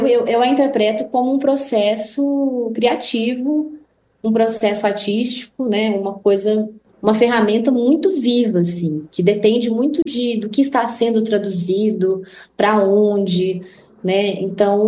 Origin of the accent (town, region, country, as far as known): Brazil